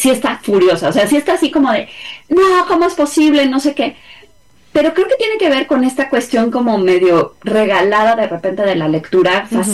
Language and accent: Spanish; Mexico